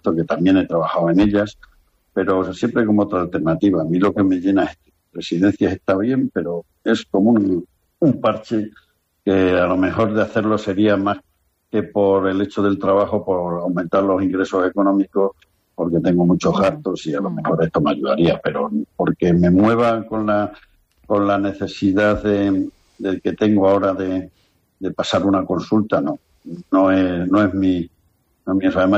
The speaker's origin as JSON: {"language": "Spanish", "region": "Extremadura", "country": "Spain", "said": "aunque yo soy de Cáceres y tengo una casa en un pueblo de Cáceres que se llama Casa Tejada, sí, donde eran mis padres y toda mi familia"}